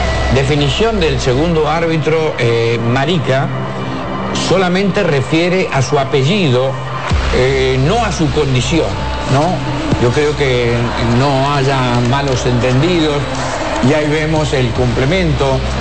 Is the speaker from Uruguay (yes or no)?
no; Dominican Republic; nuestro amado país es un país solidario. Hablo de República Dominicana.